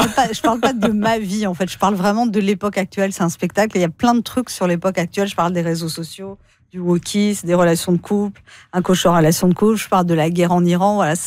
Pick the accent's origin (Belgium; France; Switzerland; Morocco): France; Non, mais les gens qui viennent, ils savent que je suis française.